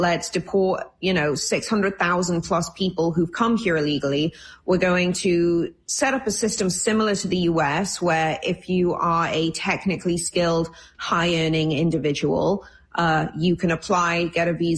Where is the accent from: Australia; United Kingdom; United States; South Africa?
United Kingdom; Wales; When I was growing up, you know, I'm Welsh